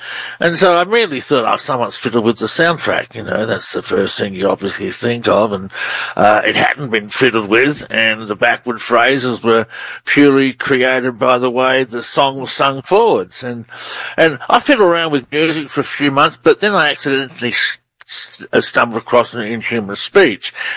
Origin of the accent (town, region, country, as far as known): Australia